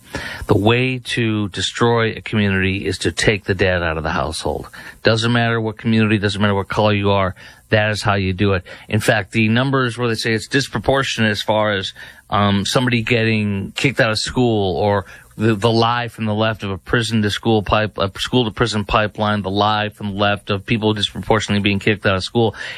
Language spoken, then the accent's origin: English; Texas, United States; I'm a Texan. I live in Dallas-Fort Worth.